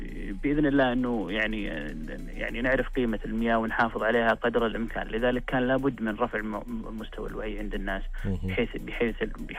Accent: Saudi Arabia; اليوم إحنا يعني بلد بطبيعة مختلفة. إحنا بلد صحراوي

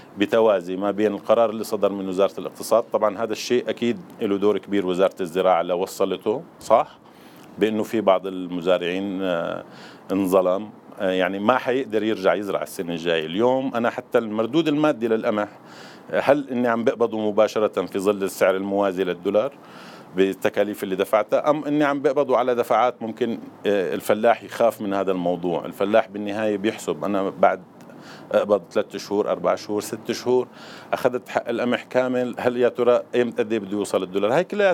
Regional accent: Syria; التنوع المناخي اللي عندنا بسوريا، من شرق لشمال سوريا للجنوب

